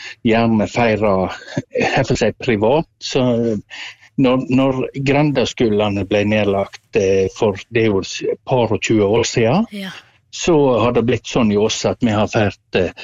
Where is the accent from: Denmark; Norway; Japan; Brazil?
Norway; Osterøy, Vestland; Du, jeg befinner meg på Osterøy. Jeg er født og oppvokst og bor på Osterøy.